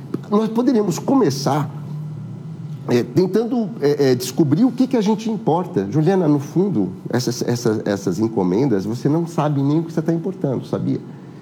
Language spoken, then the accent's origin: Portuguese; Brazil; nós brasileiros